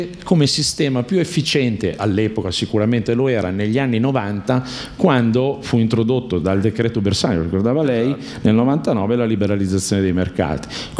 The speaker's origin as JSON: {"language": "Italian", "town": "Milan", "region": "Lombardy", "country": "Italy", "said": "ho fatto anch'io un master di sostenibilità alla scuola Mattei, non qui, ma perché sono di Milano."}